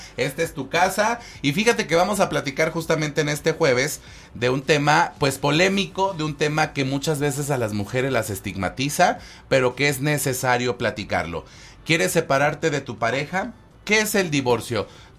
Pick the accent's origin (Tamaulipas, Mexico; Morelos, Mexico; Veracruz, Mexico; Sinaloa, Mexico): Morelos, Mexico; Cuautla; born there; gente que nacimos aquí en Cuautla, que queremos mucho a Cuautla